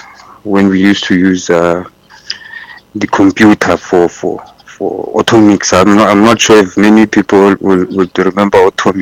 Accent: Pretoria, Gauteng, South Africa; I'm aged 32. I'm from Pretoria.

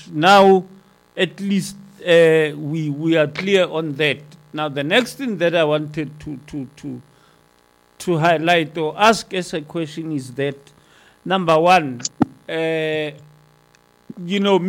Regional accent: South Africa; Now, I'm a South African.

